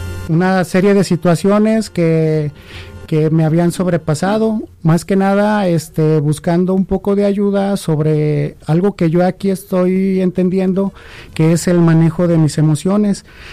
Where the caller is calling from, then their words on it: León, Guanajuato, Mexico; Y yo formo parte de un grupo de aquí de León, Guanajuato, que se llama